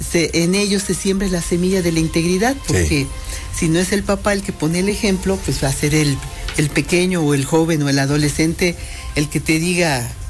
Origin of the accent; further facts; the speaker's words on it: Mexico; Como mexicanos somos una chulada y somos bien entrones